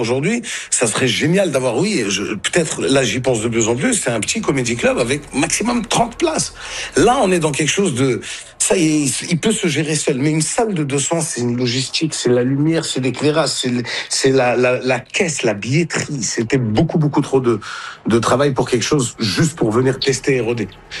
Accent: Morocco; Nous on vient du Maroc à la base.

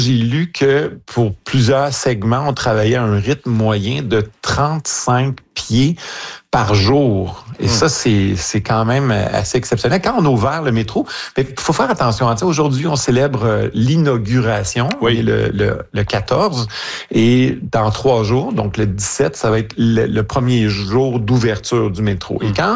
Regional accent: Montreal, Quebec, Canada; Chez nous à Montréal

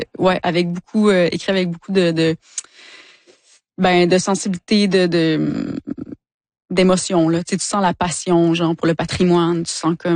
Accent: Quebec, Canada; born or raised there

